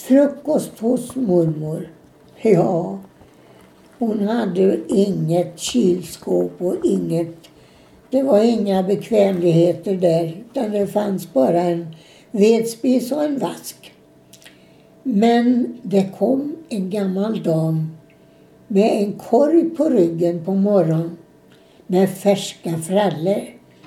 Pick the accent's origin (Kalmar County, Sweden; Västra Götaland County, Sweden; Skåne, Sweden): Västra Götaland County, Sweden; Falköping; also born or lived in Gothenburg / Alingsås; Så blev det, och jag fick ett hem hos dem som inte kunde få egna barn. Där växte jag upp.